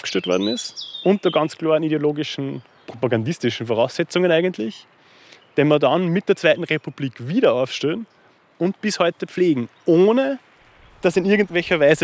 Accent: Upper Austria, Austria; Ich bin in Oberösterreich geboren und aufgewachsen. Wir haben daheim auch eine kleine Landwirtschaft.

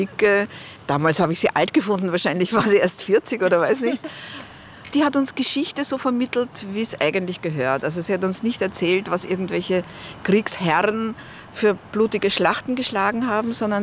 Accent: Vienna, Austria; born there

